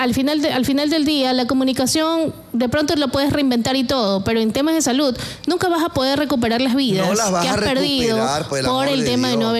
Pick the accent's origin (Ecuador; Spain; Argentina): Ecuador; Y eso sí nos llena de decepción como ecuatorianos.